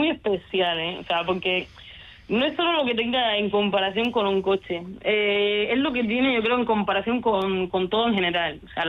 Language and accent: Spanish; Cuba; moved away as an adult; en mi país, Cuba